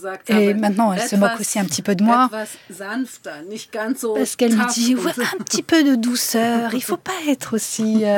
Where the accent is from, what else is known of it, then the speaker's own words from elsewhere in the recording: Germany; French is a second language; puisque moi-même je suis allemande, de partir en tant que réalisatrice allemande et de faire ce film en Bulgarie